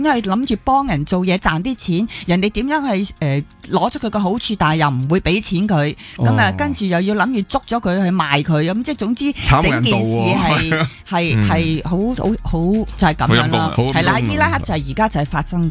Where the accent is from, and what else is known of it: Hong Kong